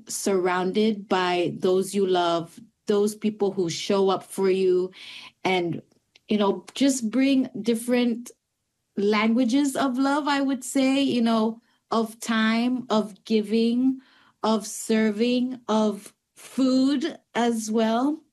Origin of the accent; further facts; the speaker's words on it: Micronesia; also born or lived in Pohnpei; a lot of my upbringing was, which was in Micronesia. I was born in Pohnpei, but I, growing up, I island hopped to different islands.